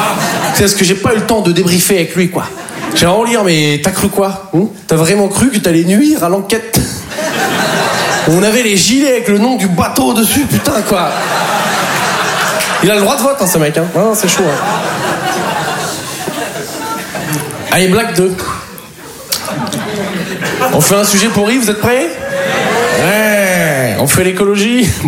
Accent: Poitiers, Nouvelle-Aquitaine, France; now in Paris, France

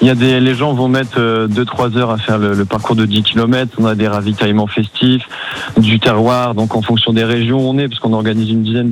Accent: Hauts-de-France, France; Et après, vu qu'on est du Nord, on en fait côté de Valenciennes et tout ça.

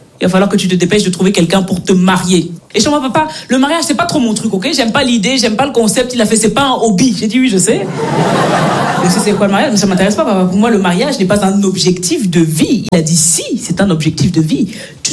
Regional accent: Belgium; born or raised there

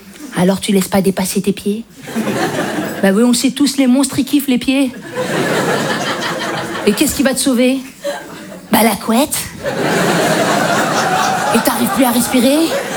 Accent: Belgium; Enfin voilà, je viens de Belgique, je suis d'origine maghrébine, et pour rajouter un truc en plus, je suis un vrai garçon manqué.

